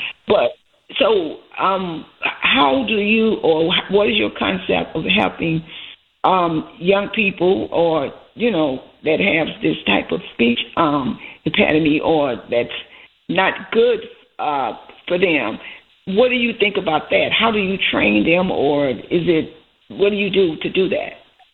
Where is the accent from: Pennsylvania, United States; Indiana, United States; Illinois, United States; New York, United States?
Illinois, United States; Chicago; I grew up in Bronzeville since 1968, so about 50 years.